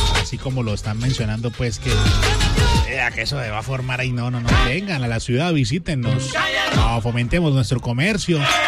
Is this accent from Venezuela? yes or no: no; Cali, Valle del Cauca, Colombia; como somos nosotros los caleños, los colombianos